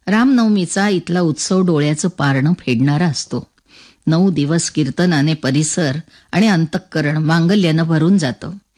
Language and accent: Marathi; Hinganghat, Maharashtra, India; त्यावेळी आमच्या लहानपणी एक शिवमंदिर जे गावापासून थोडं दूर आणि आमच्या घरापासून 1.5 किलोमीटर अंतरावर होतं, त्या काळचं हिंगणघाटचं मोठं आकर्षण.